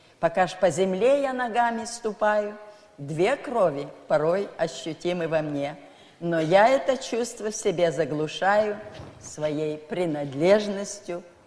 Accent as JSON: {"language": "Russian", "country": "Russia", "tie": "born there", "also_born_or_lived": "Israel", "moved": "yes"}